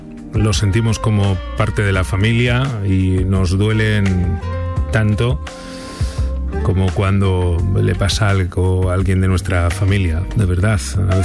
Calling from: Salamanca, Castile and León, Spain; de Salamanca, estoy trabajando en la recepción de un hotel y ahora estoy en mi tiempo de cena.

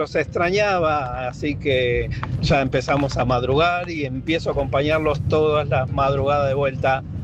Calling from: Bella Vista, Buenos Aires Province, Argentina; de Bellavista

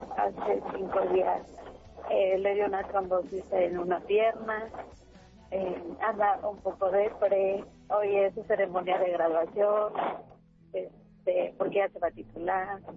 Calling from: Mexico City, Mexico; De Iztapalapa.

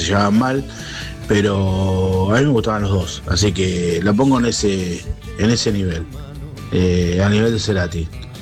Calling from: Buenos Aires, Argentina; de Paternal.

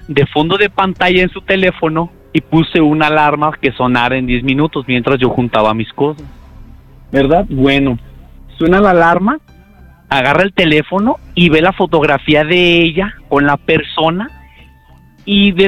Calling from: Guadalajara, Jalisco, Mexico; De Guadalajara, Jalisco

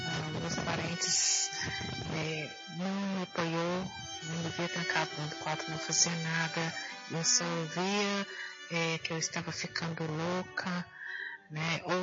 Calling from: Belo Horizonte, Minas Gerais, Brazil; sou de BH.

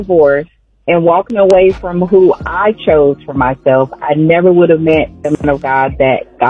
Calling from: Jacksonville, Florida, United States; calling from Jacksonville, Florida.

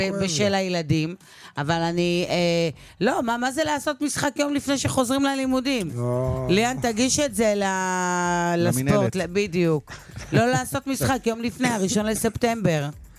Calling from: Kiryat Gat, Southern District, Israel; אני כבר 4 שנים גרה בקריית גת.

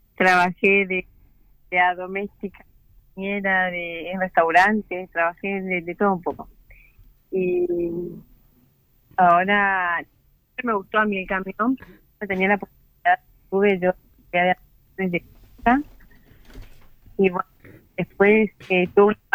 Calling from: Misiones, Argentina; De Misiones.

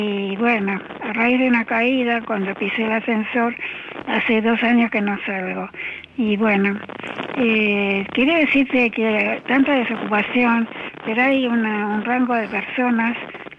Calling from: Buenos Aires, Argentina; Vivo en Villa Crespo.

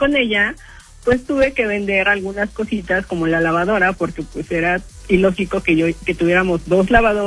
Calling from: Mexico City, Mexico; Estoy en Ciudad de México

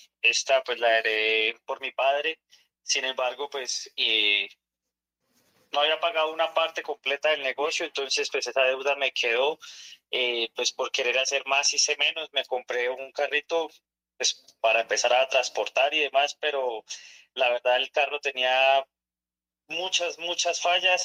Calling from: Guateque, Boyacá, Colombia; yo lo llamo aquí de Guateque, Boyacá.

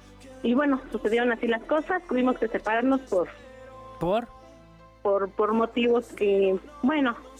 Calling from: Mexico City, Mexico; Aquí vivo, aquí soy residente de aquí.

